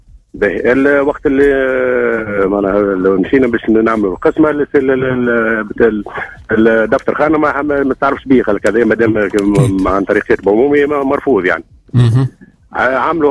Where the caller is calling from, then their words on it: Kairouan, Kairouan Governorate, Tunisia; من القيروان.